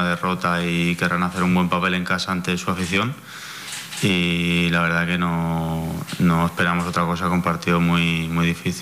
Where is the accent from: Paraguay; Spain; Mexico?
Spain; Barcelona, Catalonia; now in Ceuta, Spain; Y yo, aunque no sea de aquí, soy español y lo siento igual como si fuera un ciudadano de la ciudad de Ceuta.